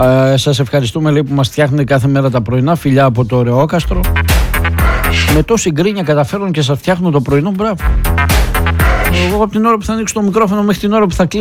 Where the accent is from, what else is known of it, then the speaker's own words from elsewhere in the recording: Greece; εγώ είμαι από την Ελλάδα, εγώ είμαι από την Ελλάς.